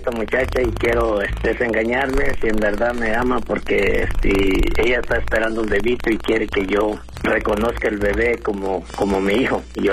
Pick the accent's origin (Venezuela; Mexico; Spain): Mexico; Ciudad Altamirano, Guerrero; No, yo soy de Guerrero.